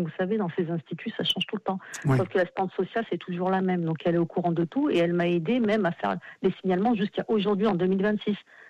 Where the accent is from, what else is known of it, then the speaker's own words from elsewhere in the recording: France; born there; Moi, je suis d'origine maghrébine, tunisienne. Lui aussi. Moi, je suis née en France.